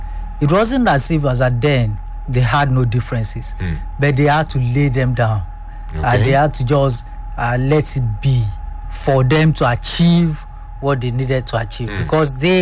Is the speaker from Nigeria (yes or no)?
yes; Nigeria; as a Nigerian